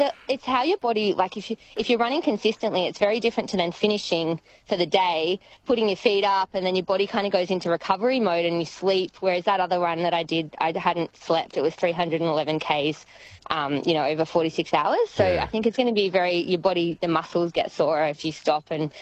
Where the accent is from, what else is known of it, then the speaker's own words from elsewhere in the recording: Sydney, New South Wales, Australia; And I'm from Sydney, I've come here to start the marathons